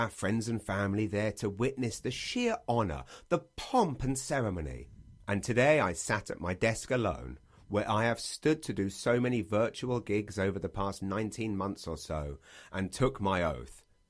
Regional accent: British Columbia, Canada; shores of that beautiful lake in the Okanagan Valley, fell in love there, and raised Nick and me as good Canadian boys who open doors for absolutely everyone and live and breathe for hockey and curling.

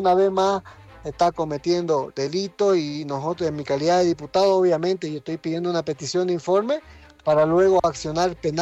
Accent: Bolivia

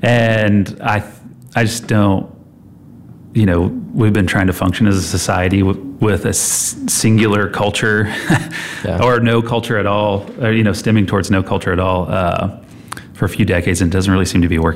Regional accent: Elwood, Indiana, United States; I'm from Elwood

